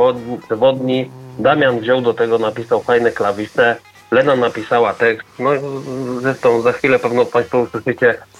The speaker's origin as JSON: {"language": "Polish", "town": "Poznań", "region": "Greater Poland Voivodeship", "country": "Poland", "said": "U nas w Poznaniu"}